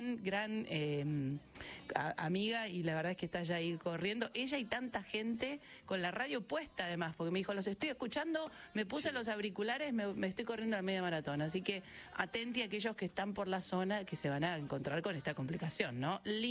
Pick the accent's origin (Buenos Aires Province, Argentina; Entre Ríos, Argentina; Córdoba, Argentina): Buenos Aires Province, Argentina; Pilar; para la ciudad de Buenos Aires, yo que vengo de Pilar